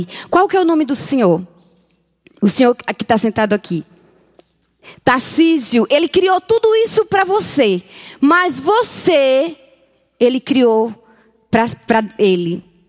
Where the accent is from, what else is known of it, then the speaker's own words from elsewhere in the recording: Northeast Region, Brazil; now in São Paulo, Brazil; Sou celibatária, com muito orgulho. Sou nordestina, sou jornalista.